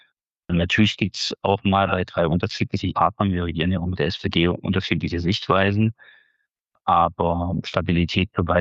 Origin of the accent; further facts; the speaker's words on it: Thuringia, Germany; kein Raumschiff der Erde funktioniert, ohne dass aus meinem Heimatland Technologie dafür kommt.